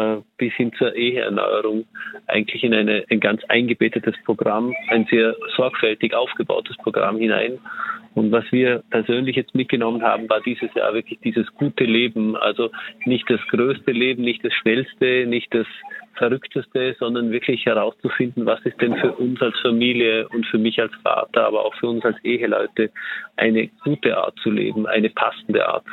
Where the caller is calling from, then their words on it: Dornbirn, Vorarlberg, Austria; Wir kommen aus Dornbirn und sind mit 6 Kindern dabei und eben mit meiner Frau Veronika.